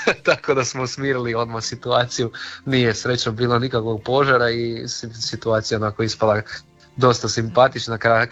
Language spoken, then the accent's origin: Croatian; Prelog, Međimurje County, Croatia; u mom rodnom gradu.